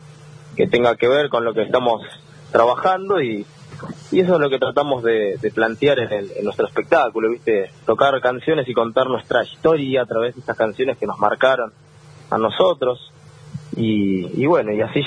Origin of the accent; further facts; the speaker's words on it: Bahía Blanca, Buenos Aires Province, Argentina; now in Buenos Aires, Argentina; yo soy oriundo de acá, de Bahía Blanca. Actualmente vivo en Capital Federal.